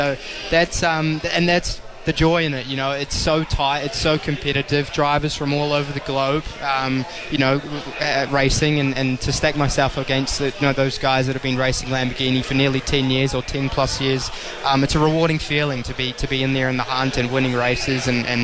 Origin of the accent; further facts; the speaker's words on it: New Zealand; He's Polish, I'm a Kiwi, we're from opposite sides of the world, but we get along really well.